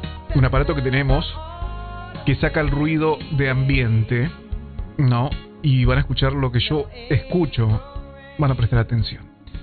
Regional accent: Uruguay

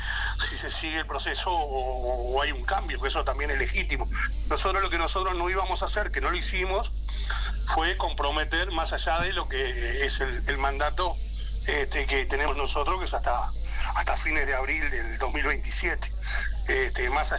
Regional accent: Uruguay; soy un uruguayo más

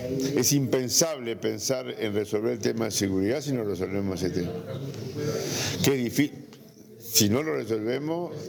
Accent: Uruguay

